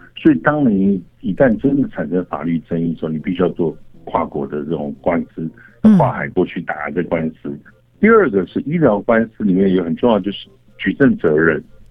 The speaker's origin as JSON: {"language": "Chinese", "country": "Taiwan", "said": "然后再来，他的审美观念其实会比欧美来的更接近我们台湾人亚洲的观点。"}